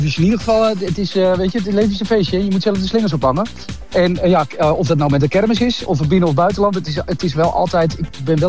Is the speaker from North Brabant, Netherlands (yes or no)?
no; North Holland, Netherlands; ik kom natuurlijk uit Noord-Holland